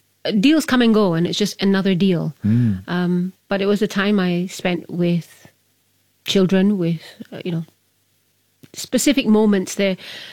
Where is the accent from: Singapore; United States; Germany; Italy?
Singapore; And, being properly Singaporean.